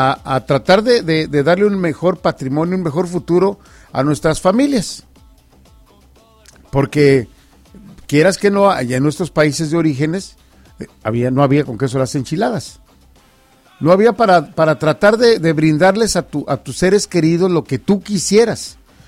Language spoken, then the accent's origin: Spanish; Chihuahua, Mexico; now in United States; Chihuahua. Toda la gente en mi pueblo ya levantándose en esos momentos para la alborada, para las mañanitas, al Santito, San Miguel, Arcángel